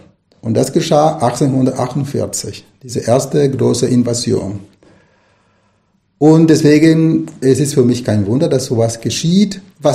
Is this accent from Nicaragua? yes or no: yes; Nicaragua; moved away as an adult; now in Germany; Ich bin im Kapitalismus aufgewachsen, in Nicaragua. Ich bin unter einer Diktatur aufgewachsen, die von den USA wieder 1934 etabliert wurde.